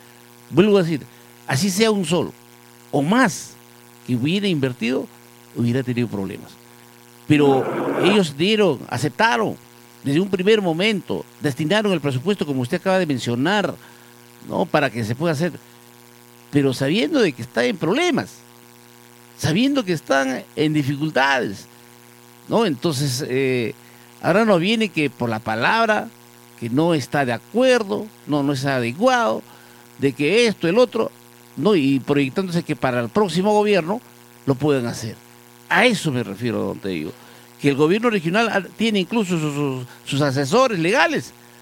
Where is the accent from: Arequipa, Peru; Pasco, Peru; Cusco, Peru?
Pasco, Peru; Villa Rica; Somos de Villarrica que tenemos a la San Marcos